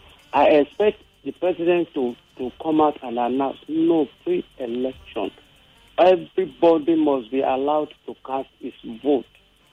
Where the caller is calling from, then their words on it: Mowe, Ogun, Nigeria; from Mowe.